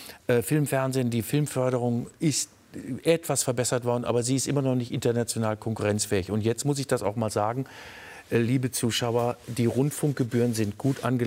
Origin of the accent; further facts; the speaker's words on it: North Rhine-Westphalia, Germany; Und zu der Zeit war es eben so, ich komme aus dem Ruhrgebiet, und ich habe in der Zeit damals die Umrisse der Sonne nicht gesehen und auch keinen Sternenhimmel, kannte ich nicht.